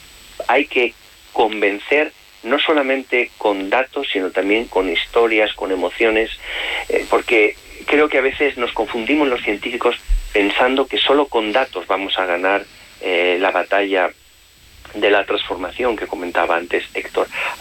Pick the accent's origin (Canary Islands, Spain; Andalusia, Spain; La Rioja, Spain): La Rioja, Spain; Villamediana de Iregua; que me llaméis de La Rioja, que me siento muy orgulloso de llevar siempre el nombre de La Rioja, de mi pueblo, de Villamediana, allí donde voy.